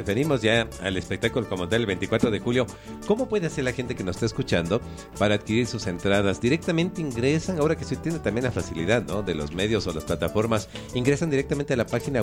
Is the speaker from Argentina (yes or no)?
no; Ecuador; nos identifica como ecuatorianos